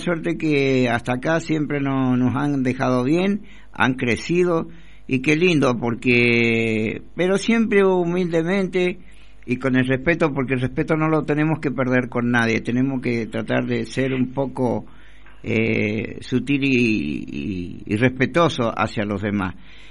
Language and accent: Spanish; Argentina; tenemos que estar orgullosos los argentinos